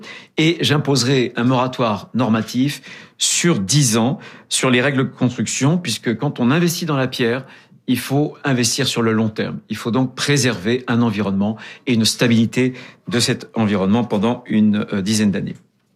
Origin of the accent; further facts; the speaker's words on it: France; chez nous, en France